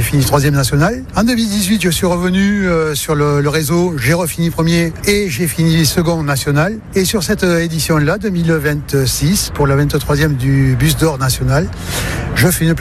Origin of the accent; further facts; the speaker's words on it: Bordeaux, Nouvelle-Aquitaine, France; born there; Donc je suis né à Bordeaux il y a une soixantaine d'années.